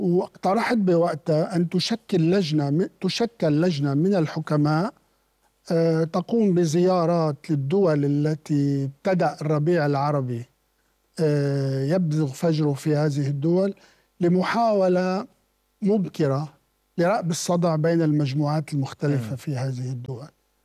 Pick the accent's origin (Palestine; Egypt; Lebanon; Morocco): Lebanon; Beirut, Beirut Governorate; also born or lived in Kuwait; انتقلنا من الكويت ببداية طفولتي يعني لحد الست سبع سنين، وثم عاد من الكويت وسكن في بيروت. يعني نحن لم نسكن بصورة مستمرة في جنوب لبنان.